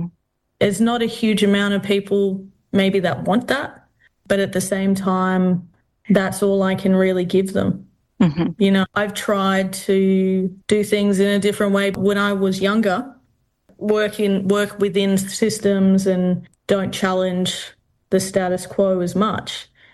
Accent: Western Australia, Australia; a Jaru woman from the Kimberley area of WA, with family connections to Balgo, Horse Creek, Windham. I grew up in the Kimberley in lots of little towns and remote communities that really shaped how I saw the world.

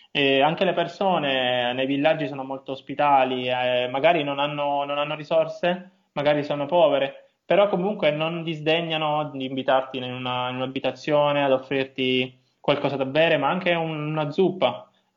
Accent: Abruzzo, Italy; io vengo dall'Abruzzo, sono abruzzese

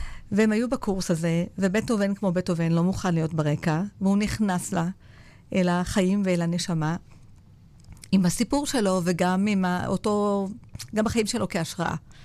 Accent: Southern District, Israel; born there; אני תושבת הנגב, אני נולדתי בנגב, אני גרה כאן.

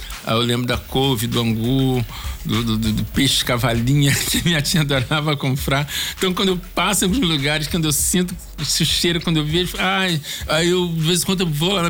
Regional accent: Belford Roxo, Rio de Janeiro, Brazil; born there; also born or lived in Lins, Rio de Janeiro; E eu com 4 anos de idade saí do morro, nasci no Lins, Barro Preto, Cabo Sul, complexo do Lins. E aí com 4 anos de idade eles se separam, aí eu vou pra Belfort Roxo, pra Baixada com a minha mãe, né?

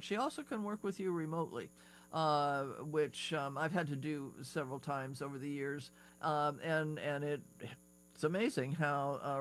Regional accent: Chicago, Illinois, United States; born there; moved away; the city of my birth, I was born in Chicago.

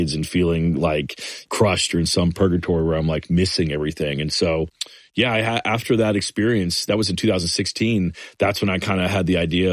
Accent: the South, United States; because I think growing up in the South, there was a part of me that was always like ready to get out of there.

